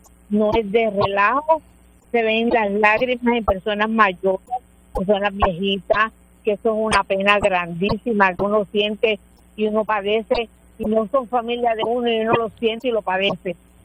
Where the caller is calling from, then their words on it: Lajas, Puerto Rico; De Lajas.